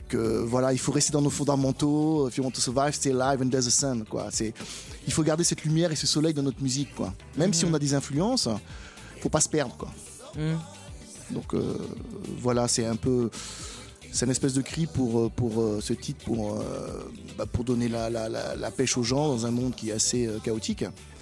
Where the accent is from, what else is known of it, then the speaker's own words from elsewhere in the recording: Martinique; je suis originaire de la Martinique, mais je me sens... propriétaire de toutes les îles de la Caraïbe.